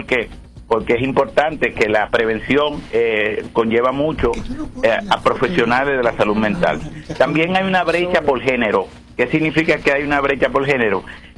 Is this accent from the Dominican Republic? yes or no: yes; Dominican Republic; moved away; para nosotros como migrantes en sentido general y como dominicanos en particular